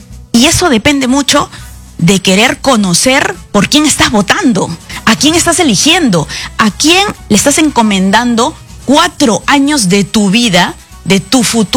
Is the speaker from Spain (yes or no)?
no; Peru